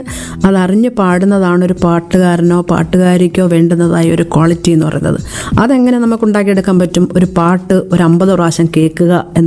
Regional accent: Kottayam, Kerala, India; moved away as an adult; also born or lived in Thiruvananthapuram; ഞാൻ കോട്ടയത്താണ് ജനിച്ചത്. അവിടെയാണ് എൻ്റെ പ്രാഥമികമായിട്ടുള്ള വിദ്യാഭ്യാസമൊക്കെ നടത്തിയിട്ടുള്ളത്. ഞാൻ ചെറുതിലെ സെയിൻറ്റ് ആൻസ് സ്കൂളിലാണ് പഠിച്ചത്. അത് കഴിഞ്ഞിട്ട് പിന്നെ CMS കോളേജിലാണ് പ്രീ ഡിഗ്രിയൊക്കെ ചെയ്തത്.

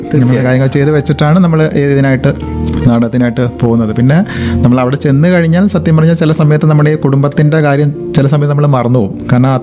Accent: Kollam, Kerala, India; born there; also born or lived in Ernakulam; ഞാൻ ജനിച്ചത് ഇവിടെ തന്നെയാണ്, കൊല്ലത്ത് തന്നെയാണ് ഞാൻ ജനിച്ചത്. പിന്നെ ജോലിയും അങ്ങനെയുള്ള കാര്യങ്ങളൊക്കെ ആയിട്ട് അച്ഛനും ജോലി എറണാകുളത്തായിരുന്നു. അപ്പം അത് സംബന്ധമായിട്ട് എറണാകുളത്തായിരുന്നു. പിന്നെ ഇപ്പം തിരിച്ച് വീണ്ടും ഇപ്പം കൊല്ലത്തേക്ക് തന്നെ വന്നിട്ടുണ്ട്. ഇപ്പോൾ ഒരു ഏകദേശം 10 വർഷമായിട്ട് കൊല്ലത്ത് തന്നെയാണ്

